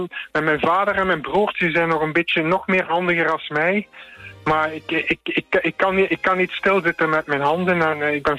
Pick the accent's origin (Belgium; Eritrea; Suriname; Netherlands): Belgium; Genk, Flanders; born there; now in Tienen, Belgium; Ik ben in Genk geboren. En daar is een beetje ABN zo, een beetje niet echt zwaar dialect was daar spreken. En daar is ook een multiculturele samenleving tot in de 5e, 6e generatie